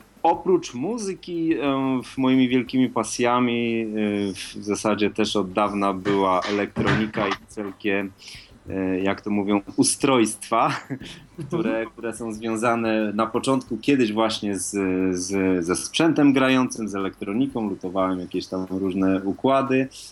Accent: Wrocław, Lower Silesian Voivodeship, Poland; ja jestem z Wrocławia

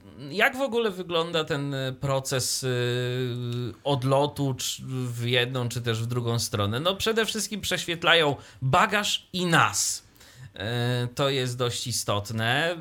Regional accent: Iława, Warmian-Masurian Voivodeship, Poland; A przypomnijmy, my jesteśmy z Iławy, my mieszkamy w Iławie

